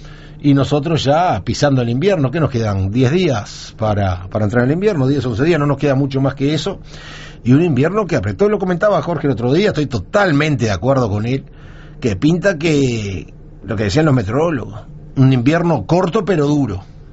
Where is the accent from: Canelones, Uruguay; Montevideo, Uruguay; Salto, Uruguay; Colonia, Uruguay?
Canelones, Uruguay; Soca; en la carnicería de mi pueblo, en una de las carnicerías de Soca hay